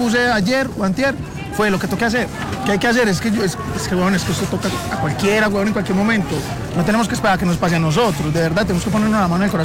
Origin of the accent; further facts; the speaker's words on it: Colombia; a unos como colombianos se toca muchísimo con estas cosas.